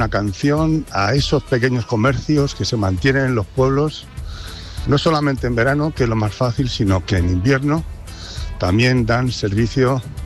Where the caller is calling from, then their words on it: Chillarón del Rey, Castilla-La Mancha, Spain; de Chillarón del Rey.